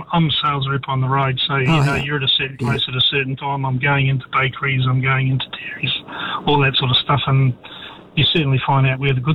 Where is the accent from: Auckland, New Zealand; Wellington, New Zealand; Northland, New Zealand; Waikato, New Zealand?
Northland, New Zealand; And I grew up in Northland, and so I went to school with a lot of Maori.